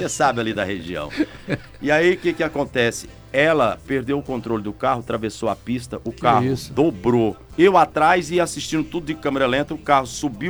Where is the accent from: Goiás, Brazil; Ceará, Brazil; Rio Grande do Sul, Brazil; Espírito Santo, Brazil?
Goiás, Brazil; Itumbiara; eu também sou de Itumbiara.